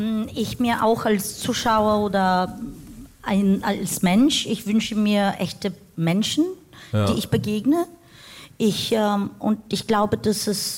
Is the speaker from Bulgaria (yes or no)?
yes; Bulgaria; now in Germany; als Bulgarin, die in Deutschland lebt